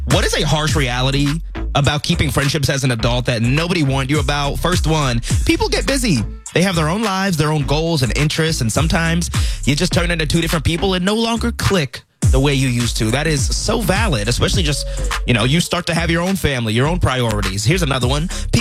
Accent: New Jersey, United States; moved away; I moved away from my hometown. I'm from New Jersey.

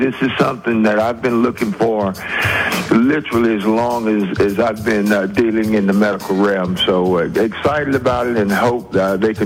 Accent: Gainesville, Florida, United States; born there; down the road a little bit where I was born in Gainesville

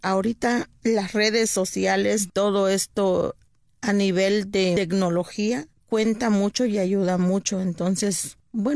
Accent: Oaxaca, Mexico; yo vengo del estado de Oaxaca y ahí hay muchos artesanos que se dedican a hacer joyería en filigrana

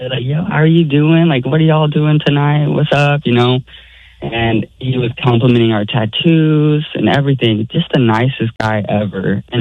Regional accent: Arkansas, United States; I'm from Arkansas.

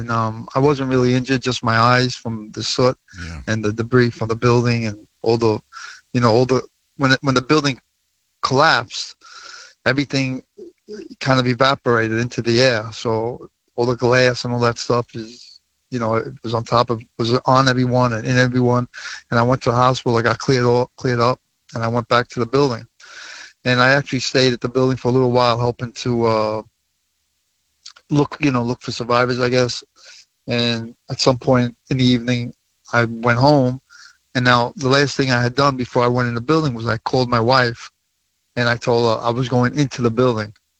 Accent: Brooklyn, New York, United States; I knew people from my neighborhood growing up in Brooklyn

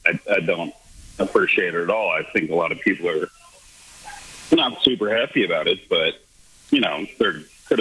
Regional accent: Boulder, Colorado, United States; I grew up in Boulder, listen to KBCO, that's my dad's favorite station

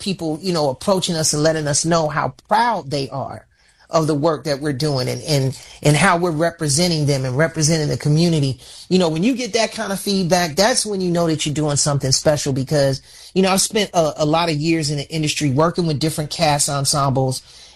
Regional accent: Chicago, Illinois, United States; and particularly my hometown of Chicago.

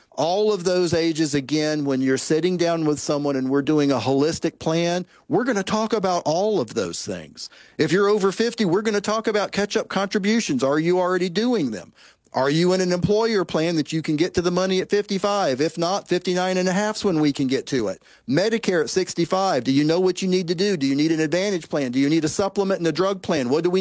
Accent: Tennessee, United States; And, for example, here in my home state of Tennessee, if you're a state employee, they've got that plan

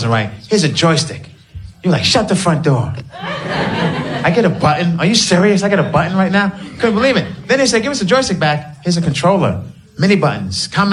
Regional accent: New York City, New York, United States; now in Los Angeles, United States; I'm a New Yorker, so it's weird. People still think I live in New York, but I do live in LA and I miss New York.

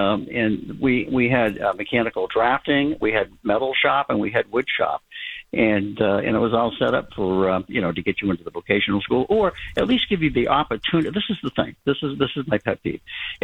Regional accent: Lynn, Massachusetts, United States; born there; now in Wakefield, United States; When I was in the seventh grade, I went to public school in Lynn

